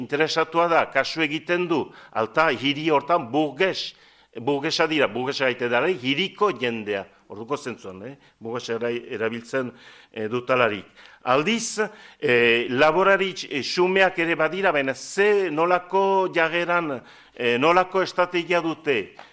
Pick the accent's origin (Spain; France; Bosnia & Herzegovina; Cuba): France; Estérençuby, Nouvelle-Aquitaine; Bon, ni estrentzubikoa naiz, eta badakit gure herrian, laborarien artean, eta ez dira dena berdin